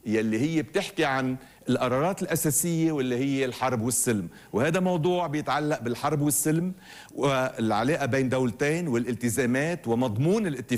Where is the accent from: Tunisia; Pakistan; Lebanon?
Lebanon; كلنا كلبنانيين